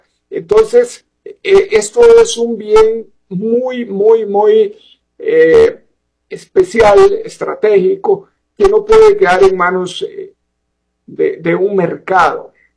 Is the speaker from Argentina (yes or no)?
no; Costa Rica